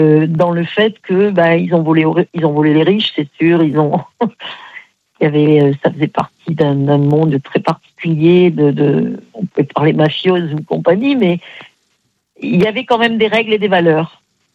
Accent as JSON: {"language": "French", "town": "Aix-en-Provence", "region": "Provence-Alpes-Côte d'Azur", "country": "France"}